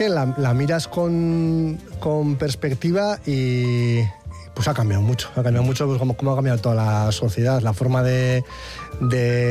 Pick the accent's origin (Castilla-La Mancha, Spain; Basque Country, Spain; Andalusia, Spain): Basque Country, Spain; Getxo; born or raised there